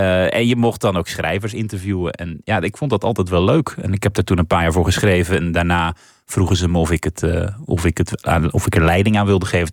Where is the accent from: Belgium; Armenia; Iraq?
Armenia; En ik was echt tot over mijn oren verliefd op een Turks meisje. Wat ook niet hielp, want er kwam een soort loyaliteitskwestie van... ik ben Armeens, mag ik dit wel, kan ik dit wel?